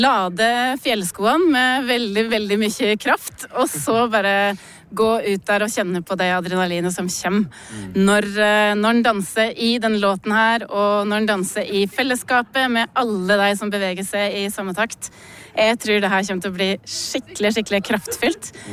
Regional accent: Vang, Innlandet, Norway; jeg vokste opp I Vang, så det her virkelig min barndom og ungdomstid.

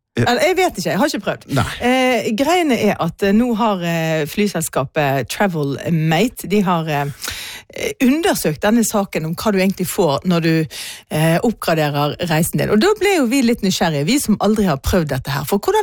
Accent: Vestland, Norway; Jeg er fra Nordhordland, folkens.

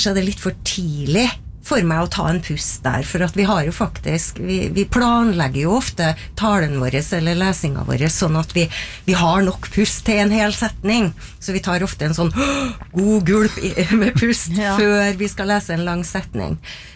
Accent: Trøndelag, Norway; accent: Trøndelag dialect; eksempel at trønderdialekten styrer pustemønsteret vårt på. Mm. Har noe å gjøre med hvordan jeg er som trønder.

